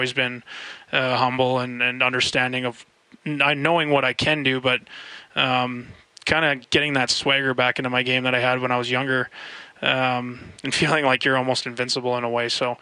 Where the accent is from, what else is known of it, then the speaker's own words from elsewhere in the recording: Canada; being Canadian, I'd have to worry about the visa or anything like that.